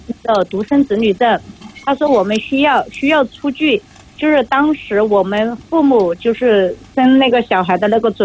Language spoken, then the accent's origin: Chinese; Zizhong County, Sichuan, China; born there; moved away; 就是我们老家四支洞那边的